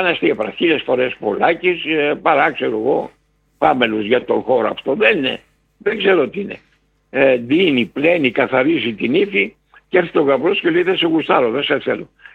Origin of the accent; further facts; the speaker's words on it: Peloponnese, Greece; Εγώ είμαι από τη Ιωνική ποταμιά του Μοριά. Είμαι από εκεί που ξεκίνησε ο Κολοκοτρώνης να πατήσει την Πολτσά.